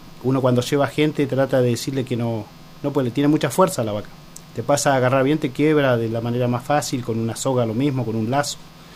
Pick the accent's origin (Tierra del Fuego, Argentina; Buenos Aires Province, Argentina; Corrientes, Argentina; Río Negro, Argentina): Río Negro, Argentina; also born or lived in Ingeniero Jacobacci / San Carlos de Bariloche; Yo nací en Ingenieros Jacobacci, nací. Así que bueno, soy nacido de ahí, bueno, después me crié un poco acá en Bariloche y bueno, y después más toda mi vida casi en el campo.